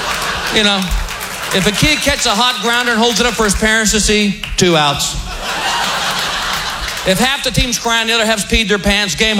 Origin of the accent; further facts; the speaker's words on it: Texas, United States; And I go, "Oh, I'm from Texas. We'll be the Texas Rangers."